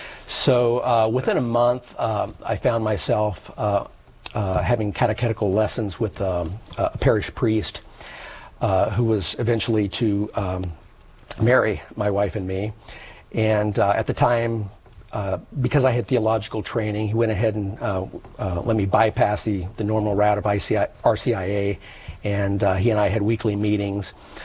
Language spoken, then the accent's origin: English; Houston, Texas, United States; I grew up in Houston, Texas, by the way, and that's where I was living at the time.